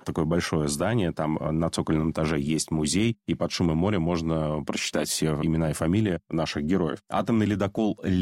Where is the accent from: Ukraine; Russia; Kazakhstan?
Russia; Novy Urengoy, Yamalo-Nenets Autonomous Okrug; Слушай, я вырос в Ямало-Ненецком автономном округе, mm-hmm. в городе Новый Уренгой